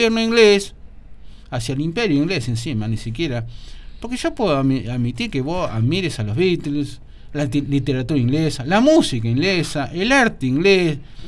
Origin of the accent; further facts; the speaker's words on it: Argentina; somos así los argentinos. Los argentinos somos eternamente contradictorios.